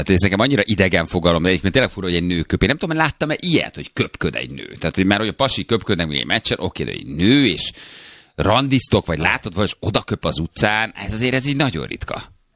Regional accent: Nyíregyháza, Szabolcs-Szatmár-Bereg, Hungary; Nyíregyháziként, hogy lehetsz ilyen finnyás egyébként, kérdezik.

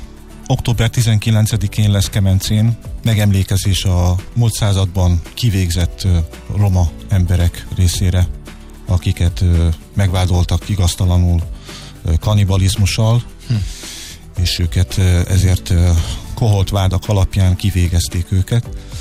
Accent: Hungary; de azért csak itt élünk Magyarországon, magyarok vagyunk, mi is ugyanúgy.

